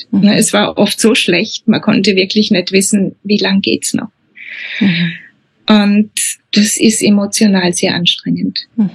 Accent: Bavaria, Germany; also ich bin aus dem Unterfränkischen, immer einmal im Jahr eine ein Thai-Wochenende

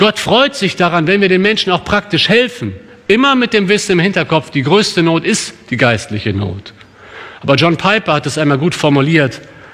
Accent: Cologne, North Rhine-Westphalia, Germany; Bei uns in Köln wird der Karneval groß gefeiert.

